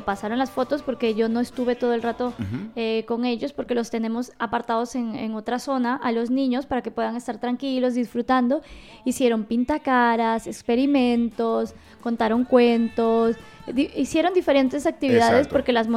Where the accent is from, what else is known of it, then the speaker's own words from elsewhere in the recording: Peru; moved away; la fiesta de mi país, que yo soy peruana